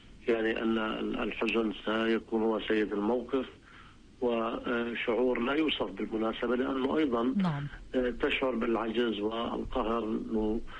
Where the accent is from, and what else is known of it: Palestine; moved away